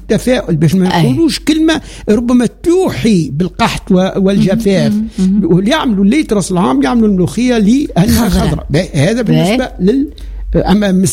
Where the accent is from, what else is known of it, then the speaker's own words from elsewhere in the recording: Sfax, Sfax Governorate, Tunisia; احنا عندنا في صفاقس